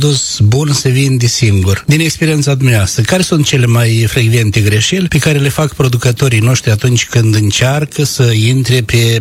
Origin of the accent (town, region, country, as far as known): Moldova